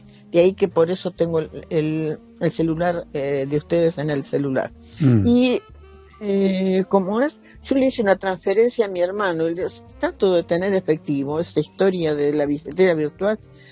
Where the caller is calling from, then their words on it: Quilmes, Buenos Aires Province, Argentina; Y yo, es en Bahía Blanca y vivo en Quilmes